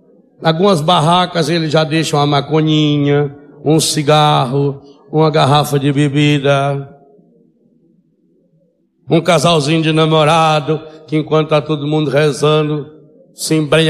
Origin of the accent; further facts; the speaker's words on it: Minas Gerais, Brazil; Eu sou mineiro